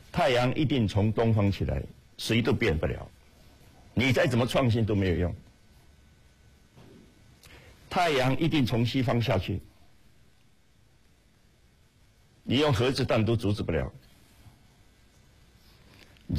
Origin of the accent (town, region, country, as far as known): China